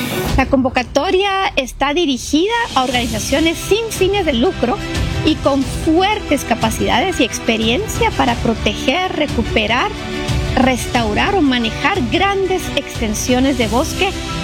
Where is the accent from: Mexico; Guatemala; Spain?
Guatemala